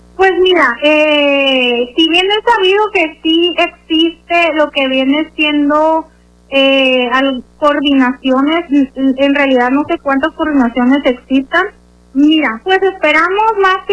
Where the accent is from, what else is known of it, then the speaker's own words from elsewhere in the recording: Mexico; estamos exigiendo los derechos que ya hay para todos, como personas, como humanos, como ciudadanos y como mexicanos.